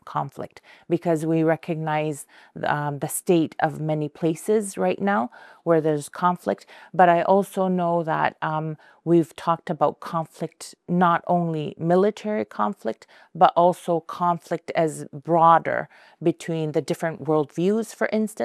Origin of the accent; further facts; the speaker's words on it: Canadian Arctic, Canada; So I'm an Inuk from the Arctic, from the Canadian Arctic, and we had the opening this year